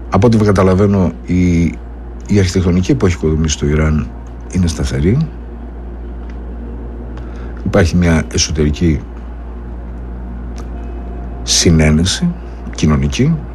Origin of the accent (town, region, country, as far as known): Greece